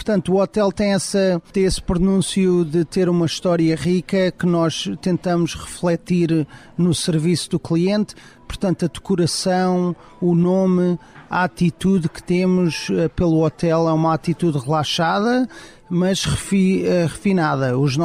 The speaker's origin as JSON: {"language": "Portuguese", "country": "Portugal", "tie": "born or raised there", "moved": "as an adult", "lives_now": "West Palm Beach, United States", "said": "eu cresci também em Portugal"}